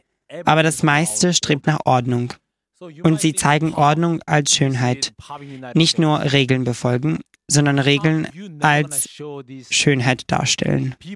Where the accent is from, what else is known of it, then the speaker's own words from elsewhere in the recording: South Korea; Gott hat mich als Koreaner geschaffen, ich kann das nicht leugnen.